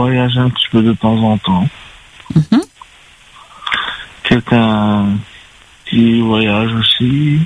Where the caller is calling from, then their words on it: Saint-Paul, Réunion; Ben, j'habite à Saint-Paul